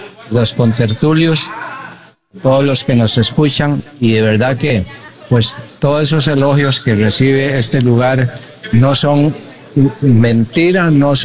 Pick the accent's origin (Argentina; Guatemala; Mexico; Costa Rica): Costa Rica; Moravia, San José; now in Coronado, Costa Rica; Yo soy de Moravia, me casé hace 50 años y me fui para Coronado, que de ahí es mi señora